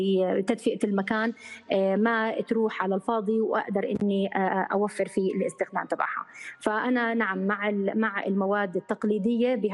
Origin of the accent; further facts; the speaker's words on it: Jordan; واحنا عندنا بالاردن